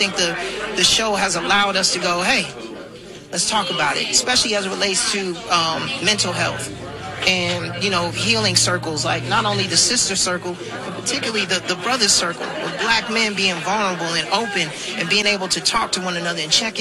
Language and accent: English; Chicago, Illinois, United States; story of people on the south side of Chicago, which I can definitely identify with because that's my hometown and my community and my people.